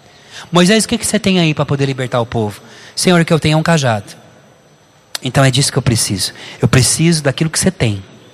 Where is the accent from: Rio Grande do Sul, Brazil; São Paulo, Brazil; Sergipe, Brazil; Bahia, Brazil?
São Paulo, Brazil; Barretos; eu sou de Barretos, terra do peão.